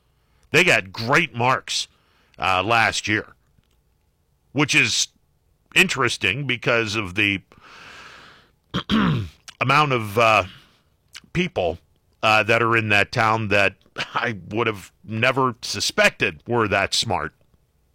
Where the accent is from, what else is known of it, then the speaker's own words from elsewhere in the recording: Leetonia, Ohio, United States; my small town in northern Columbiana